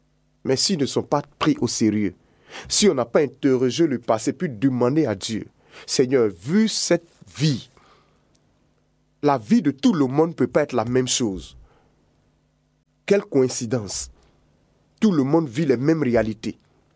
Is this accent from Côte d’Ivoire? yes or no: yes; Côte d’Ivoire; Chez nous, en Côte d'Ivoire